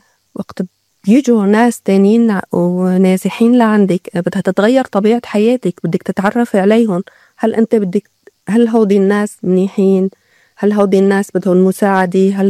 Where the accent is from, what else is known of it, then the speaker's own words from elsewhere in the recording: Syria; نحن عاداتنا وتقاليدنا ما هي هيك كسوريين